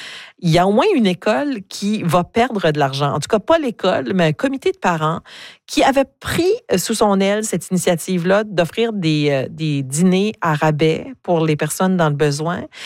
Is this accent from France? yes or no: no; New Brunswick, Canada